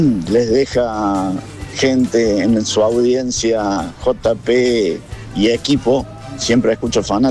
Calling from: Córdoba, Argentina; yo soy cordobés

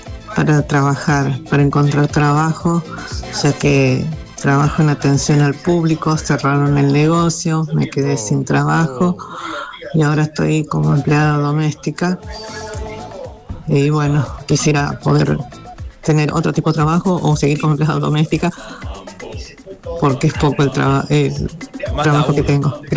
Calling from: Alberdi, Argentina; de Alberdi

